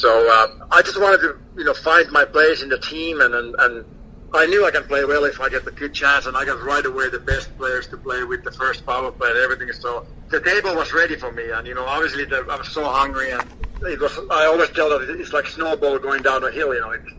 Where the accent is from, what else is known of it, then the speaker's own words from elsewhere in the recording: Finland; moved away; Growing up in Finland